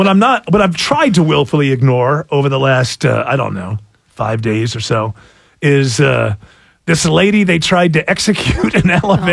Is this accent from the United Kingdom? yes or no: yes; England, United Kingdom; I'm English, so I know 34 people named Nigel.